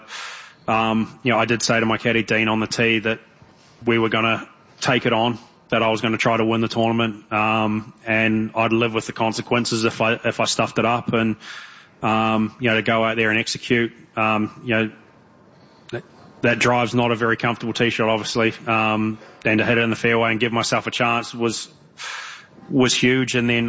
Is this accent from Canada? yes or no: no; New Zealand; growing up in New Zealand, we play in a fair bit of wind